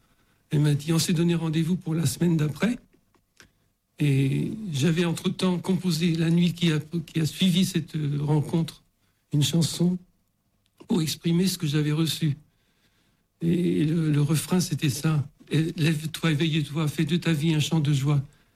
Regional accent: Lourdes, Occitanie, France; Et je me suis présenté, je lui ai dit que je venais de Lourdes.

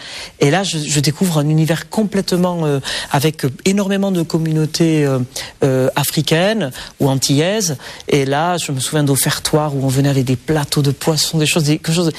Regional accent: Nouvelle-Aquitaine, France; Puisque, si vous voulez, en grandissant au Pays Basque, donc on a un répertoire de cantiques qui est très différent des cantiques français

